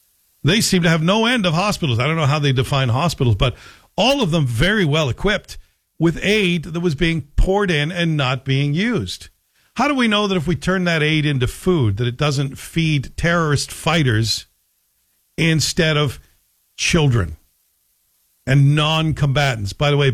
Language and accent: English; Canada; as a Canadian, I'd be happy to spend that part of my tax dollars.